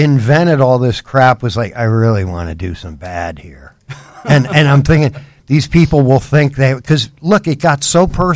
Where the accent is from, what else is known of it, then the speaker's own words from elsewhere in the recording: Ann Arbor, Michigan, United States; born there; moved away; also born or lived in Detroit; Like, I used to live near Detroit. I was born in Ann Arbor